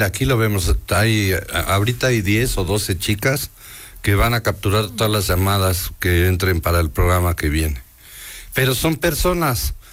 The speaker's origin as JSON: {"language": "Spanish", "region": "Puebla", "country": "Mexico", "said": "de la Casa de Alfeñique, por ejemplo, rara, la ves hasta rara, siendo poblano la ves hasta rara."}